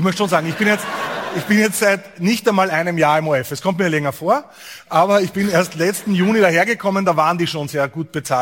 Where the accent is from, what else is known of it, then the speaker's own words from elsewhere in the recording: Upper Austria, Austria; now in Innsbruck, Austria; Ich bin aufgewachsen in Oberösterreich